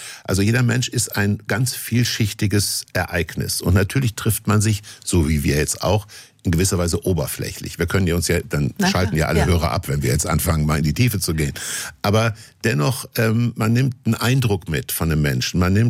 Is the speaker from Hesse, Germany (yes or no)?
yes; Kassel, Hesse, Germany; das habe ich schon als Kind in Kassel gemacht. Da bin ich mit der Straßenbahn oder mit meinem Mofa in die Stadtteile gefahren, in denen ich nicht gewohnt habe